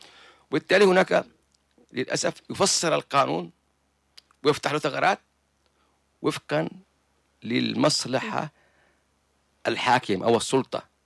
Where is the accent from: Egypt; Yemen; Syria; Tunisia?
Yemen; عندنا في اليمن